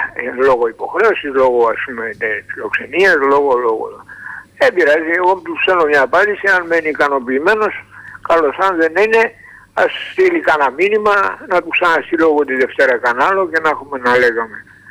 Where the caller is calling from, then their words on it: Greece; Ελληνορωμιός είμαι κύριε Κώστα.